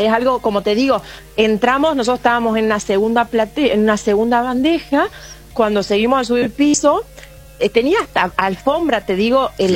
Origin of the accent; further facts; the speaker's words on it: Argentina; Yo, como muy argentina, me fui.